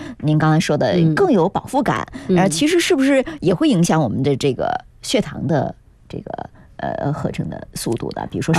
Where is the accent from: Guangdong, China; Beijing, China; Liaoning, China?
Guangdong, China; 咱们广东人好像这个白粥都是煮的老火煮的